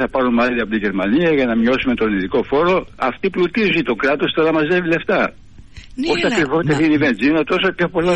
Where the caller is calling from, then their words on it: Greece; Σαν Έλληνας φοβάμαι.